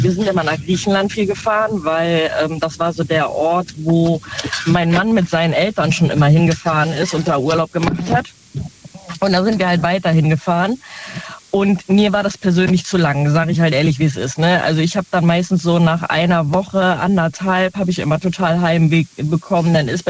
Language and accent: German; Neunkirchen, North Rhine-Westphalia, Germany; Rhein-Siegreis. Aus Neunkirchen.